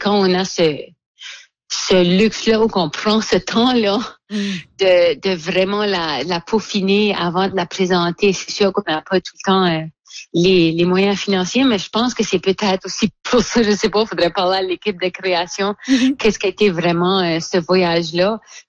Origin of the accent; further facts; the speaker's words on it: Dieppe, New Brunswick, Canada; now in Shediac, Canada; Là, moi, j'ai grandi à Dieppe.